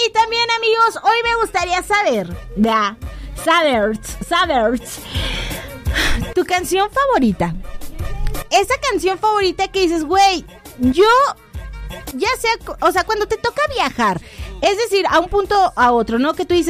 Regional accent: Mexico; Que somos mexicanos

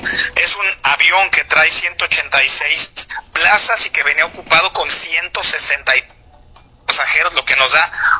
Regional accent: Manzanillo, Colima, Mexico; y obviamente los que somos de Manzanillo ya estamos anotados

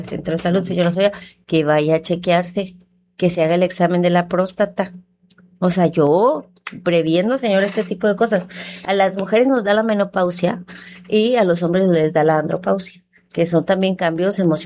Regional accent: Mexico

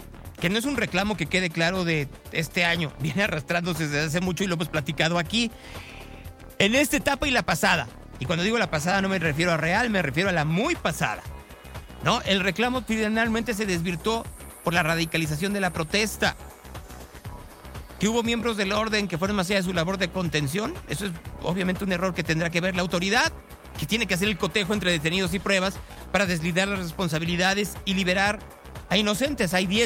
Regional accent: Mexico City, Mexico; yo soy de Ciudad de México y tengo viviendo aquí en Guadalajara más de 30 años

